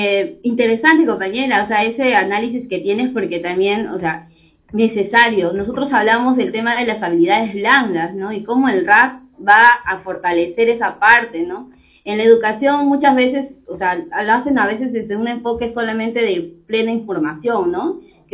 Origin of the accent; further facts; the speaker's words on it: Lima, Peru; Yo vengo de Huaycán, entonces como que aquí en mi comunidad también tenemos locales comunales